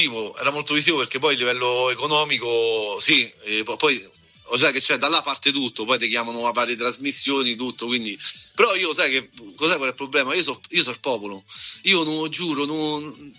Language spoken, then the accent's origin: Italian; Rome, Lazio, Italy; Ciao Eleonora, vengo da Roma